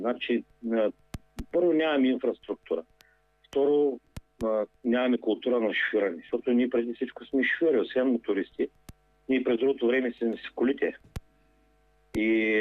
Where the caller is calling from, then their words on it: Dobrich, Dobrich Province, Bulgaria; от Добрич, карам от много години. Аз съм на 49, значи повече от 30.